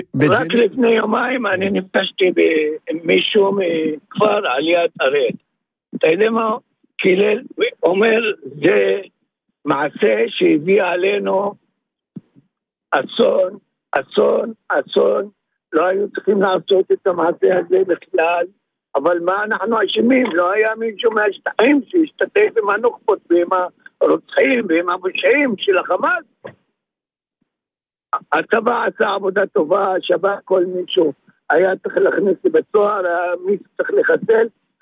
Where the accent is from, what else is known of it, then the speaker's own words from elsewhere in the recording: West Bank, Palestine; now in the Triangle, Israel; אני גר במשולש, אבל... אני גדלתי בשטחים וחייתי בשטחים בכפר פומנוק